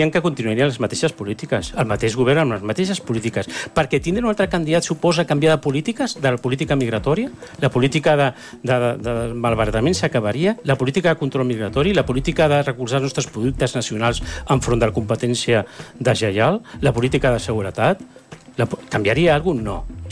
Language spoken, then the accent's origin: Catalan; Catalonia, Spain; jo soc català